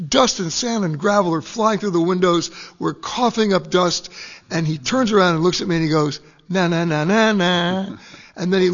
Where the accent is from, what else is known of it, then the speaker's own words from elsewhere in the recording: United States; I'm an American.